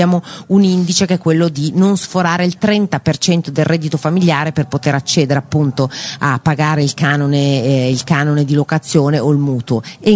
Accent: Milan, Lombardy, Italy; Io in particolare vengo da Milano, che è una città in cui questo problema ha una rilevanza estrema.

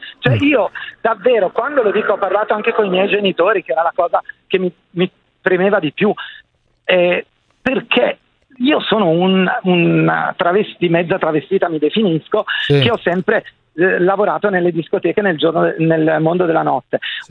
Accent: Lombardy, Italy; Io oltretutto sono della Valle Camonica

